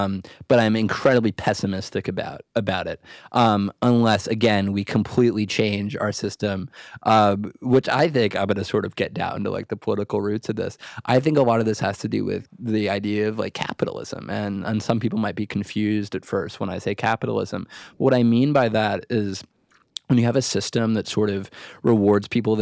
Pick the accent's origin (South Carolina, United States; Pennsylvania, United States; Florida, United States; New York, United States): New York, United States; Ithaca; As someone who's actually from Ithaca, I think I also maybe can speak to this a little bit more. I grew up in Ithaca. I was born and raised there.